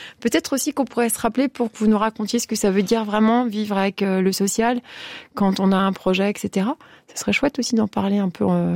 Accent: Switzerland; Après une Coupe du Monde, on a failli gagner, hein, en tant que Suisse.

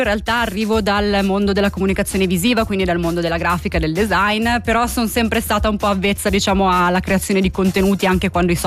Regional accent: Bellinzona, Ticino, Switzerland; now in Lugano, Switzerland; Bellinzona. Trapiantata nel Luganese, però.

